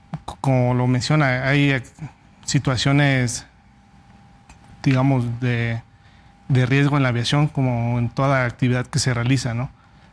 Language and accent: Spanish; Cortázar, Guanajuato, Mexico; Yo soy de Cortázar, Guanajuato.